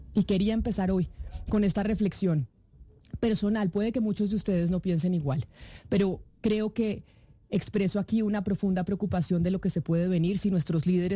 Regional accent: Colombia

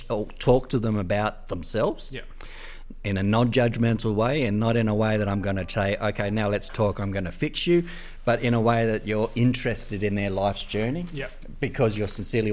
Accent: Granville, New South Wales, Australia; I grew up in Granville, a very multicultural place, and I loved that.

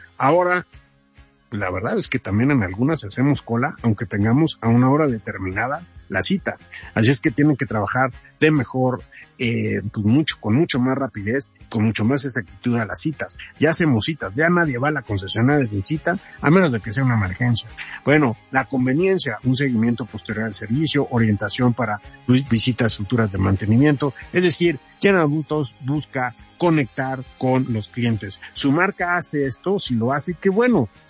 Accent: Mexico; Recuerden que también nosotros como mexicanos somos anfitriones de todo lo que está pasando en el mundo del balompié.

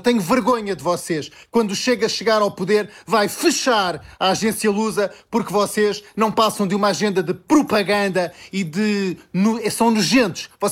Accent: Portugal; Eu, enquanto português

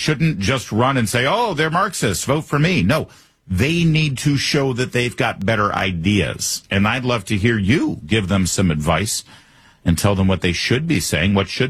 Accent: California, United States; I can tell you as a Californian, and most specifically as someone who is pretty familiar with the Rancho Palos Verdes South Bay area

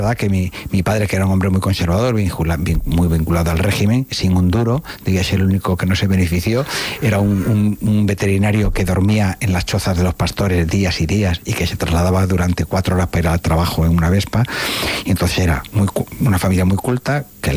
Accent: Almodóvar del Campo, Castilla-La Mancha, Spain; also born or lived in A Coruña, Galicia; now in Mallorca, Spain; yo tengo una infancia híbrida porque hasta los 5 años yo nací en Galicia, en La Coruña, y vivía en una gran ciudad muy bonita hasta los 5 años y después me trasplanté a La Mancha.

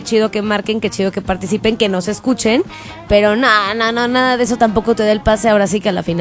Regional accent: Mexico; La mayoría ya todos éramos mexicanos.

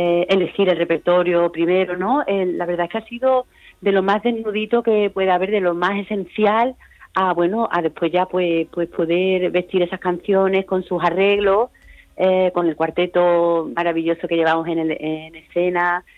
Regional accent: Málaga, Andalusia, Spain; moved away as an adult; now in Cádiz, Spain; muy cerca de mi tierra, que también es Málaga, donde tengo a mi familia, a mis hermanos y a mi padre, y voy muy habitualmente

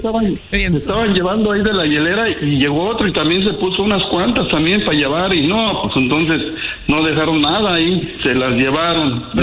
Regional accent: Tepatitlán, Jalisco, Mexico; De Los Altos, mi preciosa Tapatía.

